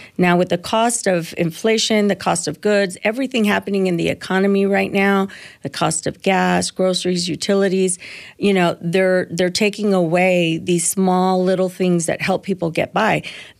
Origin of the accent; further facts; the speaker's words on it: Pinal County, Arizona, United States; moved away as an adult; I put down roots in the same communities in which I grew up in Pinal County.